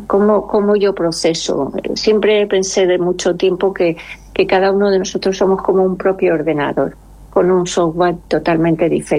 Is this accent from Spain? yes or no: yes; Elda, Valencian Community, Spain; es mi barrio, ahí he crecido yo, aprendí a caminar en esas calles